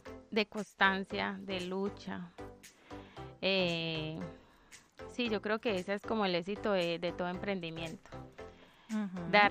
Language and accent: Spanish; Antioquia, Colombia; moved away as an adult; now in Cúcuta, Colombia; Somos paisas, mi esposo y yo, y enamorados de Cúcuta. Realmente me siento paisa cucuteña.